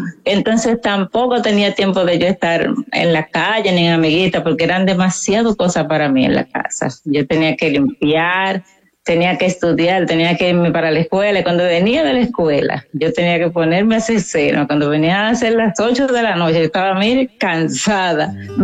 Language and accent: Spanish; La Romana, Dominican Republic; Soy de La Romana, en República Dominicana.